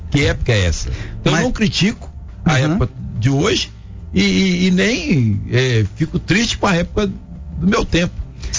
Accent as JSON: {"language": "Portuguese", "town": "Timóteo", "region": "Minas Gerais", "country": "Brazil", "tie": "born there", "said": "Nasci em Timóteo, em 1963"}